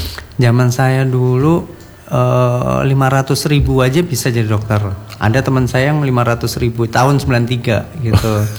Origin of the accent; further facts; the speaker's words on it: Java, Indonesia; karena saya orang Jawa ya Pak ya